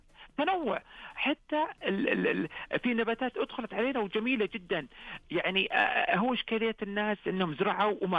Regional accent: Saudi Arabia; عندنا على مستوى المملكة

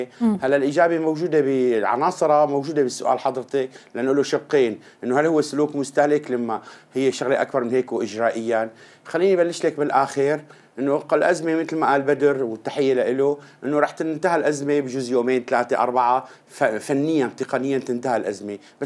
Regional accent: Syria; عندنا بسوريا

